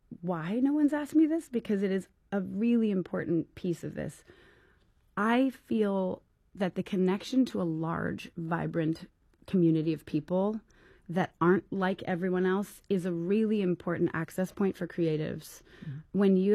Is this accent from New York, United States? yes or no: no; Waitsfield, Vermont, United States; now in Topanga, United States; we also bought a farm in my hometown in Waitsfield, Vermont